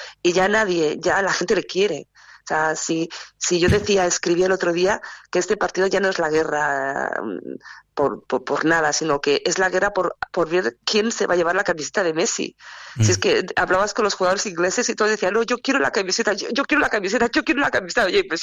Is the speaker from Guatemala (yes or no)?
no; Spain; Si tuviera que hablarte con la cabeza como española